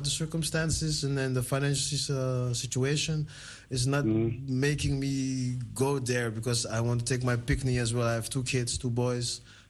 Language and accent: English; Suriname; English is a second language; moved away; go back to Suriname, to the culture, and write it in my own language, in my native tongue.